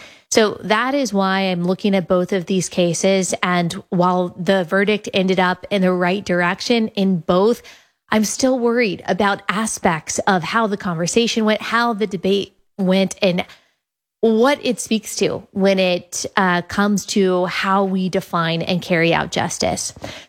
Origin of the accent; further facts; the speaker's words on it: Dallas, Texas, United States; born and raised in Dallas, Texas, this occurred just minutes away from where I grew up